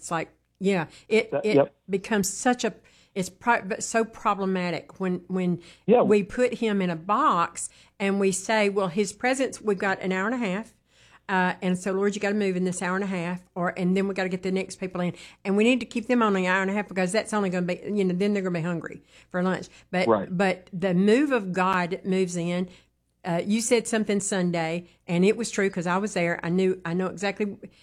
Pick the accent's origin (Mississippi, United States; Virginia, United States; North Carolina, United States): Mississippi, United States; Because that thrills me about Mississippi, because, you know, that's my home state. That was the state I was born in.